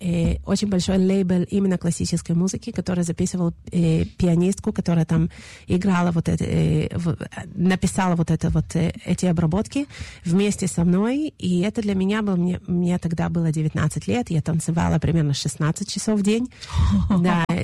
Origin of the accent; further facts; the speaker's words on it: Chisinau, Moldova; moved away; я из Кишинева, там мне очень близка цыганская музыка